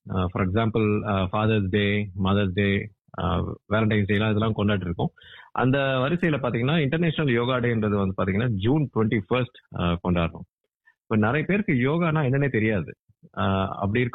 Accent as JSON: {"language": "Tamil", "country": "India", "tie": "born or raised there", "moved": "yes", "lives_now": "Australia", "said": "நான் இந்தியாவில் தான் பிறந்து வளர்ந்தேன்."}